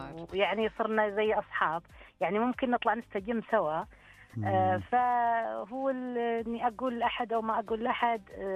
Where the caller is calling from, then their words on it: Riyadh, Riyadh Province, Saudi Arabia; أنا من الرياض